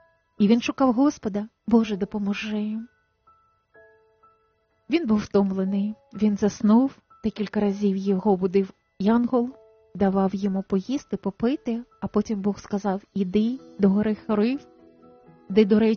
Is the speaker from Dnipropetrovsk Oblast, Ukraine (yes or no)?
no; Kyiv, Ukraine; хоча я киянка